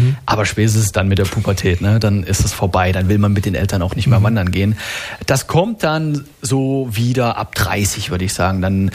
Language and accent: German; Saxony, Germany; moved away as an adult; now in Karlsruhe, Germany; dort fühle ich mich fast so heimisch wie natürlich jetzt in der sächsischen Schweiz, wo ich aufgewachsen bin.